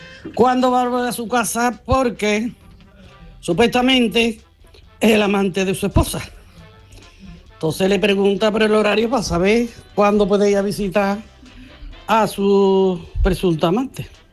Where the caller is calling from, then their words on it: Seville, Andalusia, Spain; de Sevilla.